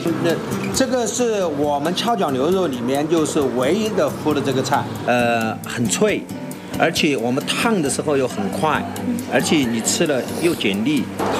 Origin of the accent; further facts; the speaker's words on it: Leshan, Sichuan, China; 我们就是乐山的一块地标性的美食